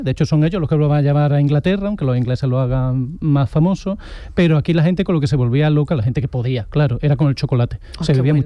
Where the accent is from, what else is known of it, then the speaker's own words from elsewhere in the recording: Córdoba, Andalusia, Spain; que nos vamos a poner en mi tierra, en Córdoba, Charo, sabrás, se dice, te vas a poner como un sollo.